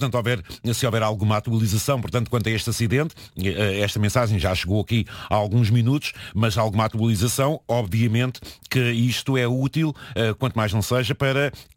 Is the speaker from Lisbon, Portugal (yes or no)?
yes; Lisbon, Portugal; Eu sou alfacinha. Eu amo Lisboa inteira.